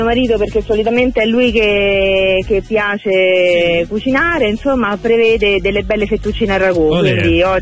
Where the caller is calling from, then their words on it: Rome, Lazio, Italy; accent: Roman; Sono romana doc, quindi parlo romano